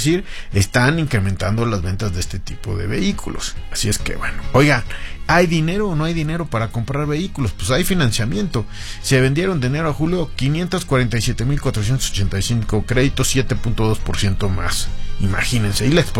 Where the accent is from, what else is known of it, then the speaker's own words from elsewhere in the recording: Mexico; estamos reconociéndonos todos como ese grupo unido de ciudadanos del mundo que somos mexicanos.